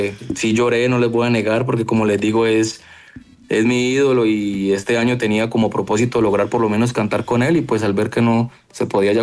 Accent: Popayán, Cauca, Colombia; No, yo soy de Popayán.

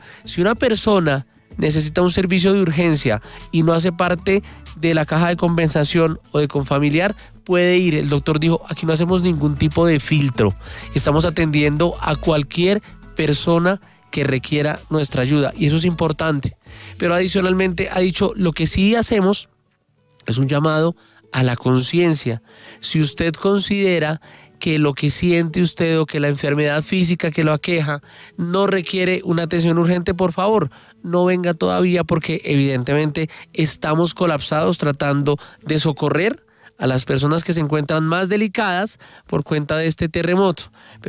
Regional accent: Colombia; todos somos colombianos

